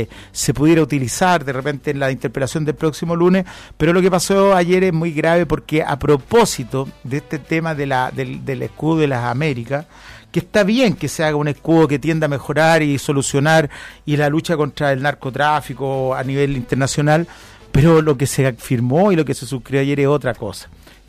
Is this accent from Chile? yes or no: yes; Chile; antes que ser socialista, soy chileno.